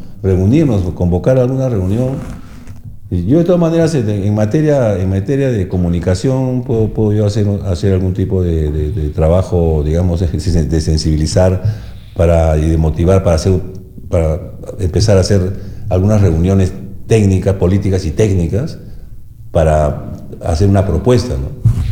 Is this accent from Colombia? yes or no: no; Trujillo, La Libertad, Peru; now in Loja, Ecuador; soy trujillano, así que tengo amigos de Trujillo